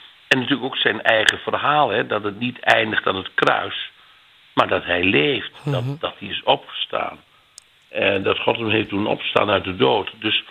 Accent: Gaanderen, Gelderland, Netherlands; geboren en getogen in de Gelderse Achterhoek in Gaanderen bij Doetinchem.

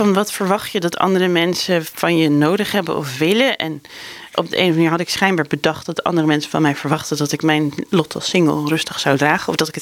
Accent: Amsterdam, North Holland, Netherlands; dan is dit dus waar ik woon. Maar ik kom uit Amsterdam en daar is het ook heel leuk.

